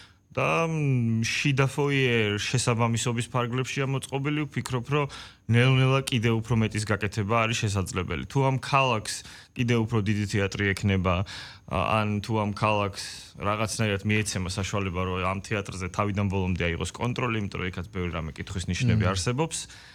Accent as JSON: {"language": "Georgian", "town": "Poti", "region": "Samegrelo-Zemo Svaneti", "country": "Georgia", "said": "აგერფოთიდან მოვდივარ და ისევ არ გვაქვს ახალი შენობა"}